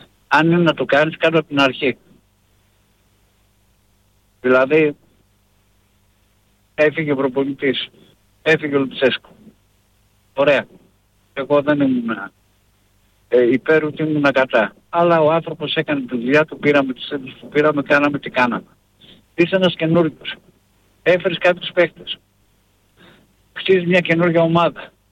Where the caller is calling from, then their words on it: Thessaloniki, Central Macedonia, Greece; από Θεσσαλονίκη.